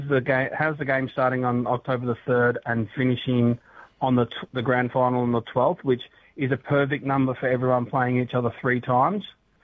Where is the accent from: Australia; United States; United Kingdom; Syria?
Australia; Geelong, Victoria; now in Western Australia, Australia; I'm originally from Geelong